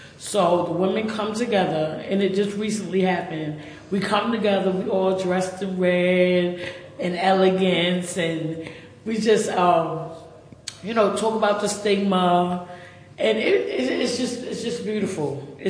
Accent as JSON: {"language": "English", "region": "New Jersey", "country": "United States", "tie": "born or raised there", "said": "Well, I'm one of six. My mother had six kids. Growing up in Jersey, we were real family oriented."}